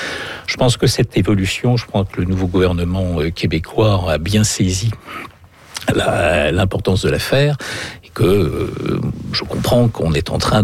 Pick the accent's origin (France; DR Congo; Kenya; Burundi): France; now in Canada; je suis ambassadeur de France au Canada. Je ne suis pas là pour aider mes compatriotes à venir s'installer au Canada.